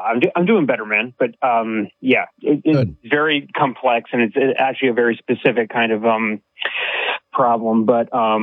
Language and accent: English; North Carolina, United States; I was a little nervous when the results came in from my home state of North Carolina